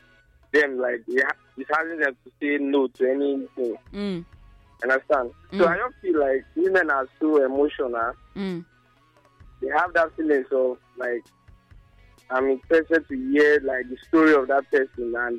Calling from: New Zealand; I'm calling from New Zealand.

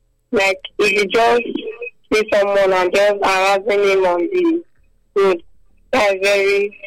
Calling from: Edo, Nigeria; I'm calling from Edo.

